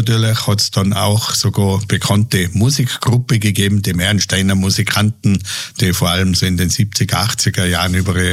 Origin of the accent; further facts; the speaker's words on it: St. Gertraudi, Tyrol, Austria; Ja, wir schauen nach Brixlek, also in meine unmittelbare Nähe, kann man sagen, bin ich aus St. Gertraude und die nächste Gemeinde ist Brixlek.